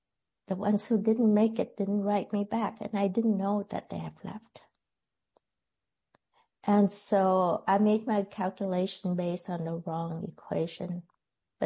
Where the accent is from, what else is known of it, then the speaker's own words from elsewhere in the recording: South Vietnam, Vietnam; moved away as an adult; growing up in the South.